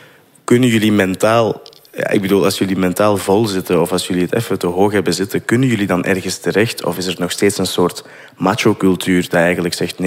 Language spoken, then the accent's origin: Dutch; Turnhout, Flanders, Belgium; Ja, ik ben van Turnhout.